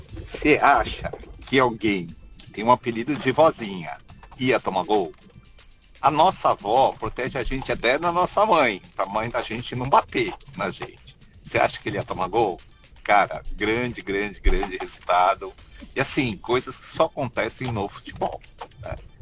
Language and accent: Portuguese; Santos, São Paulo, Brazil; Oi, Ronald … sou de Santos, chove bastante aqui na Baixada